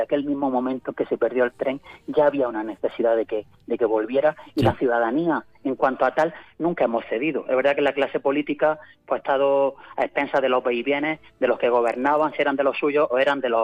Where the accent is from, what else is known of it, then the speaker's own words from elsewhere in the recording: Baza, Andalusia, Spain; concejal aquí en mi ciudad, en mi tierra, vamos, para mí era lo más grande. Y yo, cuando tomé posesión, dije que una de mis metas como concejal del Ayuntamiento de Baza